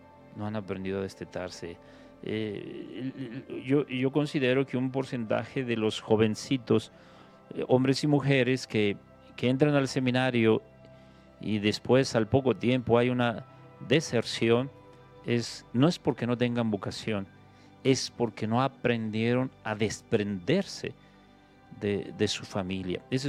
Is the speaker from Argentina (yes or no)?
no; Zacatecas, Mexico; moved away